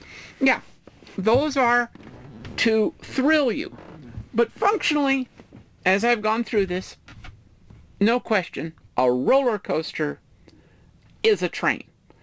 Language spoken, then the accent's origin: English; New Mexico, United States; moved away; I'm from New Mexico originally